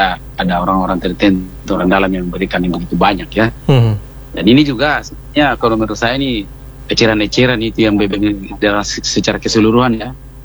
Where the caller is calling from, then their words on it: Pinrang, South Sulawesi, Indonesia; daerah saya ini kan Kecamatan Lembang ini kan luas juga sepertiganya Pinrang kota ya.